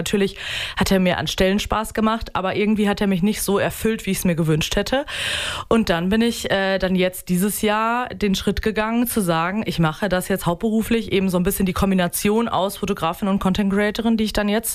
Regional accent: North Rhine-Westphalia, Germany; born there; weil irgendwie dachte ich als gebürtige NRWlerin immer, ah ja, da oben ist ja alles flach und jetzt ist hier der Teutoburger Wald

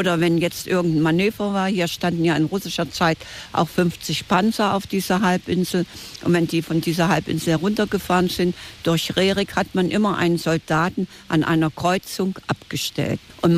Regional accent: Germany; als Deutscher

